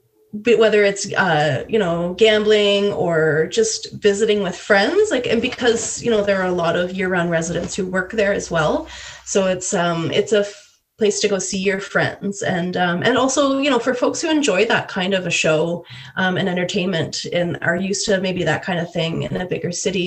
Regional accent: London, Ontario, Canada; moved away as an adult; now in Dawson City, Canada; going far away from my hometown, London, Ontario.

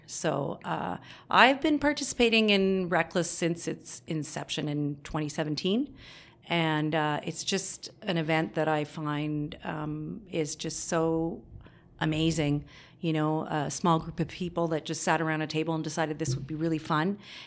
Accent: Ontario, Canada; moved away as an adult; also born or lived in Calgary, Canada; now in Whitehorse, Canada; I live here in Whitehorse, born and raised in Ontario, west of Ottawa, and came to the UConn in 1996 to do a master's in geology in the Mayo area.

